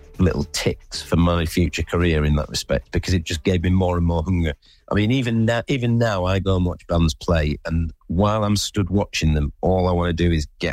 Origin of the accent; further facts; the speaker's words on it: York, Yorkshire and the Humber, United Kingdom; we're from York and it's not the coolest of places to come from, or so the press used to say about us.